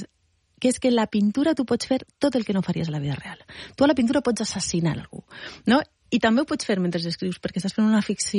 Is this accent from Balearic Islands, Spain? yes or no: no; Valencian Community, Spain; Soc valenciana.